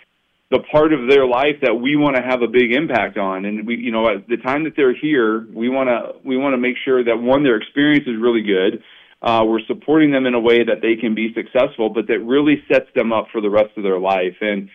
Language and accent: English; Iowa, United States; now in Montana, United States; Even growing up in Iowa